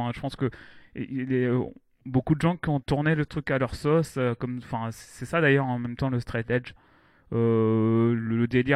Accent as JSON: {"language": "French", "town": "Rennes", "region": "Brittany", "country": "France", "tie": "born or raised there", "said": "je suis juste rennais, ça suffit à. J'ai grandi à Rennes"}